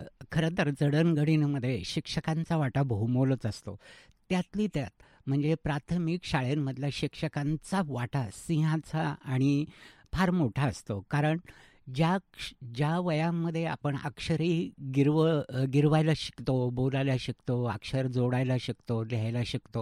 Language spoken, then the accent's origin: Marathi; Dongaon, Maharashtra, India; now in Ahilyanagar, India; मूळ जामखेड तालुक्यातील डोणगाव या छोट्या गावचं आहे.